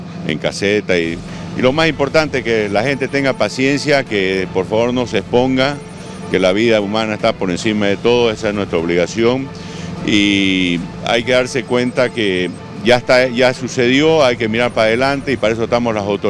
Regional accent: Santa Cruz, Bolivia; yo estoy firme acá, Santa Cruz es mi pueblo, Bolivia

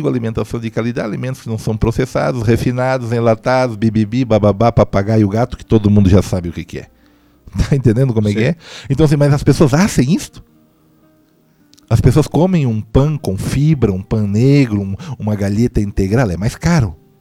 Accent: Brazil; now in Bolivia; eu sou brasileiro.

